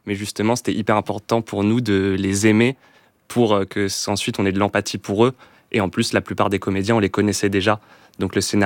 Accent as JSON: {"language": "French", "town": "Nantes", "region": "Pays de la Loire", "country": "France", "said": "Bah alors nous, on vient de Nantes et depuis toujours, on est très attaché à la Bretagne en fait. Nantes n'est pas en Bretagne, mais nos familles, on a nos grands-parents tous les deux en Bretagne, dans le nord et le sud."}